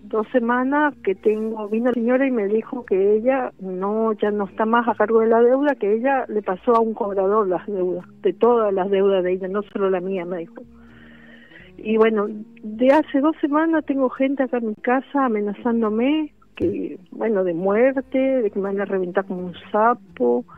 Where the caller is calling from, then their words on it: Almirante Brown, Buenos Aires Province, Argentina; Soy de Almirante Brown.